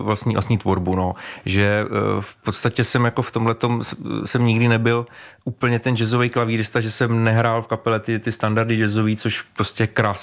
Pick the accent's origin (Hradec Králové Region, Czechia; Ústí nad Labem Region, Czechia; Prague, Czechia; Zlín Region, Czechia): Hradec Králové Region, Czechia; Hradec Králové; Já jsem z Hradce Králové